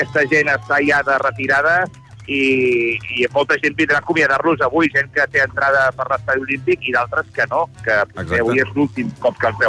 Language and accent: Catalan; Catalonia, Spain; Jugo a casa, ja sabeu que sóc al Sagrat d'Osona.